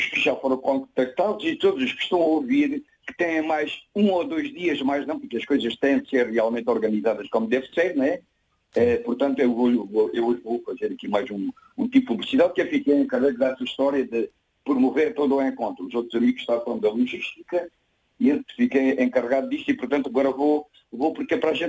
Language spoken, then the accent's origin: Portuguese; Almodôvar, Alentejo, Portugal; born there; se costuma dizer que é nasci mesmo em Almodóvar.